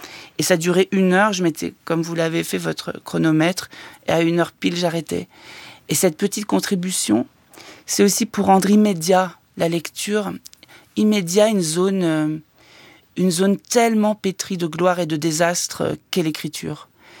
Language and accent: French; Nouvelle-Aquitaine, France; now in Paris, France; c'est mon arrivée à Paris, 20 ans. J'obtiens le Conservatoire national d'art dramatique. Je viens du Limousin.